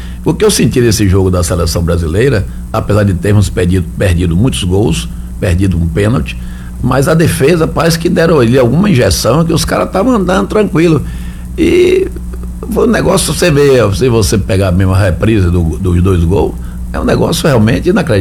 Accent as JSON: {"language": "Portuguese", "country": "Brazil", "said": "Você aí que tá assim como eu, brasileiro"}